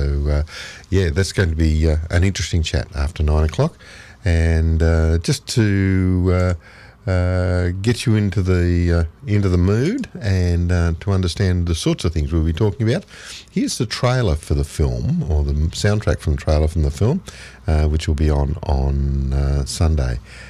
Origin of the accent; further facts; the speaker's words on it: Australia; we are Australian. There we go. I am Australian.